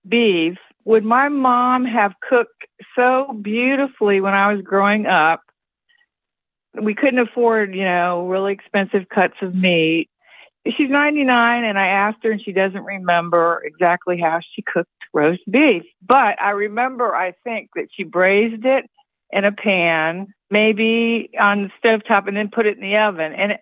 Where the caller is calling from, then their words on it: Charlottesville, Virginia, United States; Charlottesville, Virginia.